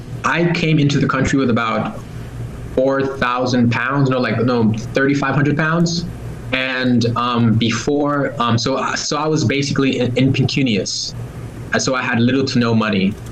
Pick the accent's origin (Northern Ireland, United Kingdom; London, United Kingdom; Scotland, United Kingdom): London, United Kingdom; Wimbledon; born there; Well, I was born in the United Kingdom. So I've been born at the Wimbledon Hospital. The Wimbledon Hospital is actually a 5-minute walk away from me right now. And I have always viewed myself as a British person.